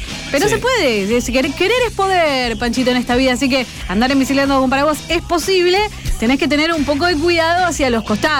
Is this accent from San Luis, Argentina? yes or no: no; Rosario, Santa Fe, Argentina; Yo soy acá, además soy recontra de Leprosa, de Newell's